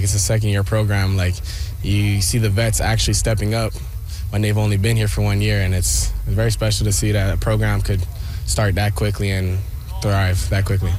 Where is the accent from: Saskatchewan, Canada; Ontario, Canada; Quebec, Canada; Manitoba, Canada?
Quebec, Canada; Montreal; I'm from Montreal, Quebec.